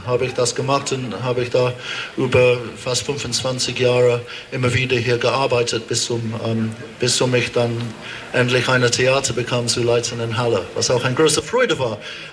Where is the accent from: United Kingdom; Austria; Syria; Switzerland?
United Kingdom; England; German is a second language; moved away as an adult; now in Germany; Allerdings als Engländer und Internationalist, ich muss sagen, das vor 25 Jahren, als ich in der Oper arbeiten wollte, hatte ich nur ein Wahl, das war nach Deutschland zu ziehen